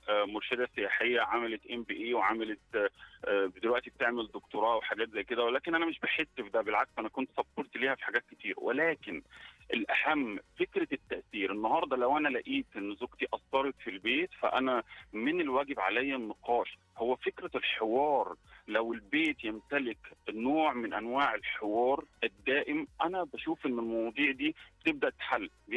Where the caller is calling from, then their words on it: Egypt; احنا عندنا في مصر فكرة